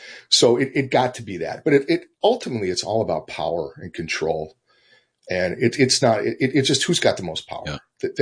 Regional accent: the South, United States; I thought, in my lifetime, I grew up was born in the Jim Crow South.

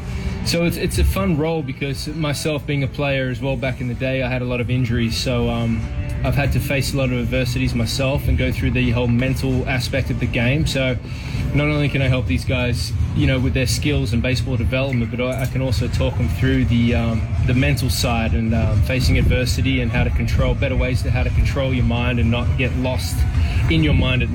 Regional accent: Australia; Obviously, I'm from Australia as well, so it's been an interesting week so far.

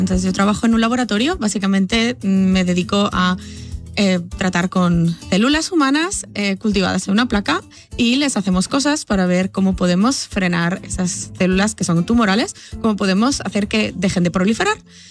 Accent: Castellón, Valencian Community, Spain; Yo soy originaria de España, de una ciudad pequeñita llamada Castellón.

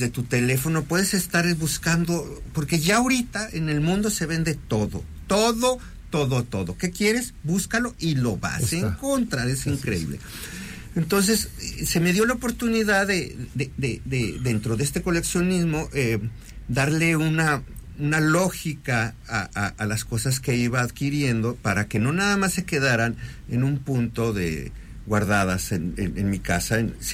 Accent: Mexico City, Mexico; cuando era chico en Coyoacán, había una frase enfrente de mi casa

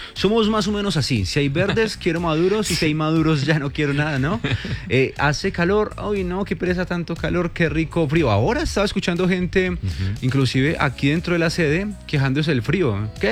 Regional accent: Colombia; Pero los colombianos somos colombianos, ¿cierto?

